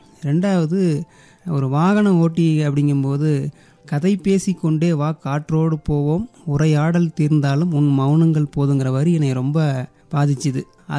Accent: Nadupatti, Tamil Nadu, India; சேலம் மாவட்டம் வாழப்பாடி வட்டம் நடுப்பட்டிங்கிற கிராமம் என்னுடைய சொந்த ஊர்.

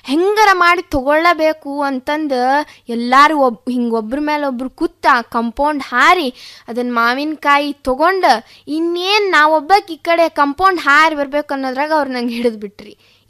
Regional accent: Karnataka, India; ಕಡ್ಕೋಳ ಅಂದ್ರೆ ನಮ್ಮೂರ್ರಿ

